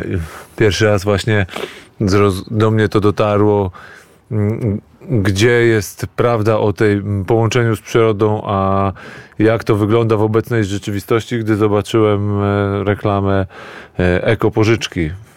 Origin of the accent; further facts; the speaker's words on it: Warsaw, Masovian Voivodeship, Poland; jako rodowity warszawiak, warszawianista, który do tej pory zakochany jest w tym mieście i jest to dla mnie taka naprawdę kolebka macierz.